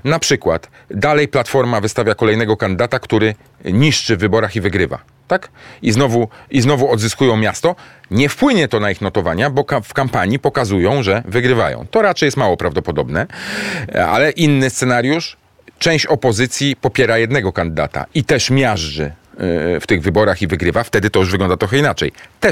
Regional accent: Warsaw, Masovian Voivodeship, Poland; Nie, ja jestem z Warszawy

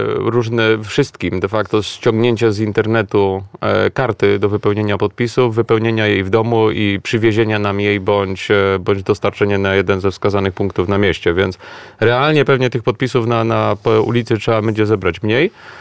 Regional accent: Warsaw, Masovian Voivodeship, Poland; also born or lived in Canada; z Warszawy jestem, w Warszawie się urodziłem, mieszkałem poza tym 3-letnim okresem spędzonym w Kanadzie.

